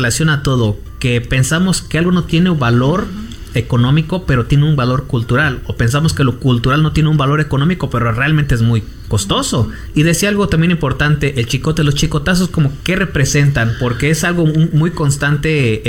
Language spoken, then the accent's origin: Spanish; Guanajuato, Mexico; Y es raro porque somos del estado de Guanajuato